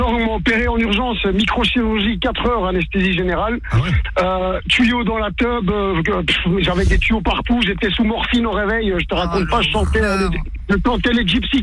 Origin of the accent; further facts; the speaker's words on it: Brussels, Brussels-Capital Region, Belgium; born there; 90, ouais, je suis né à Bruxelles, hein, c'est pour ça que je dis les 90.